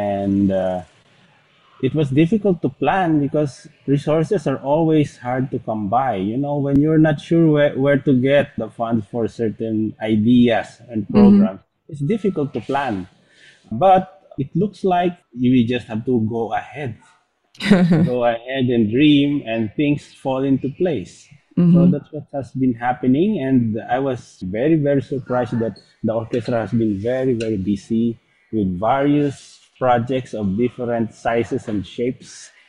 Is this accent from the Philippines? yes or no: yes; Philippines